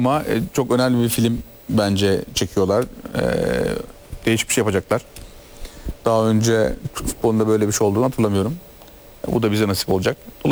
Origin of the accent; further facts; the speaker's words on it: Trabzon, Turkey; Ya sonuçta hepimiz Trabzonluyuz tabii.